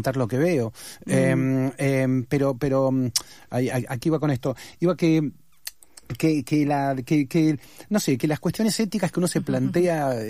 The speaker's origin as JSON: {"language": "Spanish", "country": "Argentina"}